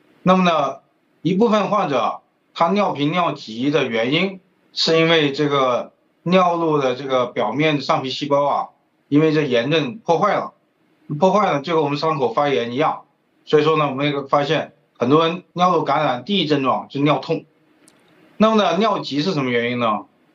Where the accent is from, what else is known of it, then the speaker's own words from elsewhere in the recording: southern China, China; 我们作为一个南方人，这个上火是最典型的一个大家说的一个问题。